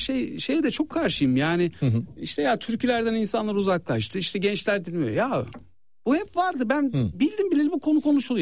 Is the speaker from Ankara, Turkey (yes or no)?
no; Sivas, Turkey; benim Sivas'ta benim köyümde bağlama çalıyorum